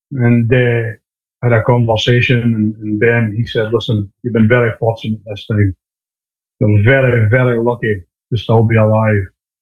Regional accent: Fraserburgh, Scotland, United Kingdom; I walked the streets of my hometown of Fraserburgh.

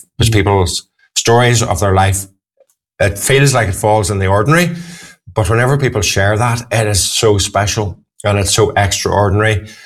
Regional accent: Northern Ireland, United Kingdom; now in Sheffield, United Kingdom; I live in Sheffield, but the accent might give me away as being from Northern Ireland originally. Live in Sheffield. Part of a community there. I live in a shared house.

